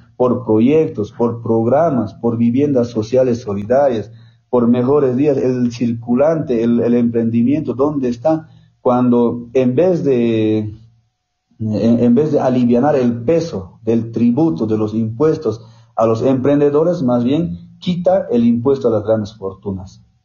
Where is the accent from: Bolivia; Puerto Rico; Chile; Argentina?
Bolivia